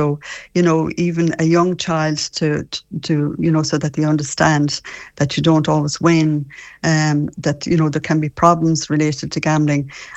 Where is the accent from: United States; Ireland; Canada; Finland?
Ireland; Connacht; I'm from just outside Turin, a little village called Shamwala. So it's such a pleasure to be on this morning.